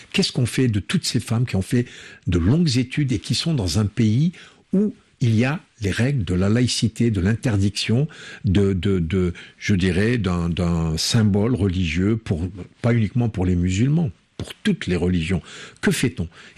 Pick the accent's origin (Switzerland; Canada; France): France; nous sommes français comme vous, mais dès qu'on dit qu'on est musulman, on descend d'un strat